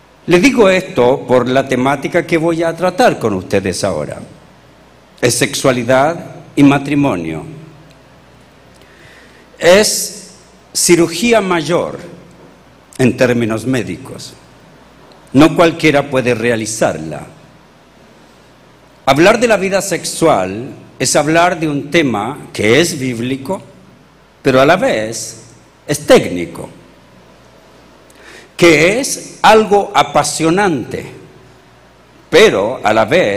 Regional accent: Chile; lo que yo aprendí como chileno, o lo que yo aprendí con el paso del tiempo.

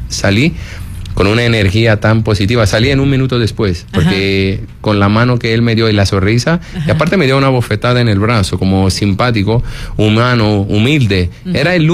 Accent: Italy; moved away; yo soy italiano

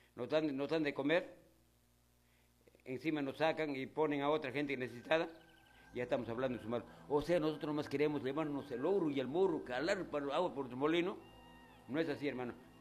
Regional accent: Peru; como ciudadano, como peruano en nuestra provincia de Parabatá.

